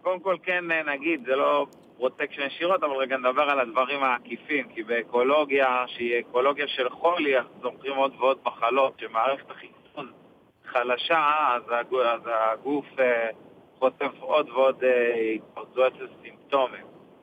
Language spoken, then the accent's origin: Hebrew; Negev, Israel; אצלנו בנגב